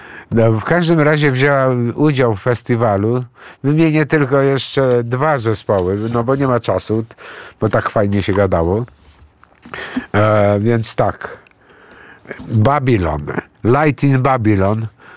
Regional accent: Greece; jestem Grekiem i rozumiem

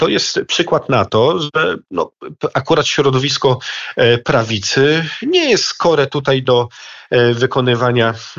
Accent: Lower Silesian Voivodeship, Poland; Ja jestem z Dolnego Śląska

